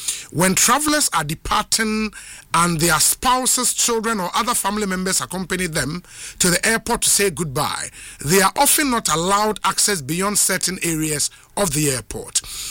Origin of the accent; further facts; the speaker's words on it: Ghana; now in United Kingdom; As a Ghanaian living in the UK, I feel embarrassed whenever I visit Ghana and experience this situation with my family.